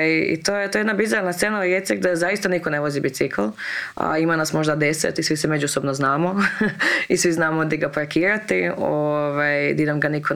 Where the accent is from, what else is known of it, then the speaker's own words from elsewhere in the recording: Vukovar, Vukovar-Srijem County, Croatia; odrasla sam u Vukovaru uz grafite Ubi Srbina i to mi je bilo kao nešto standardno.